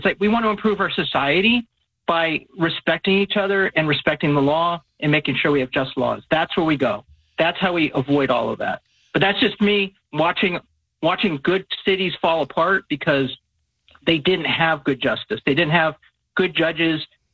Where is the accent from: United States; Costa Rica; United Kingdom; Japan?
Japan; I grew up in Japan in the 80s. That was the best place in the world to grow up as a kid.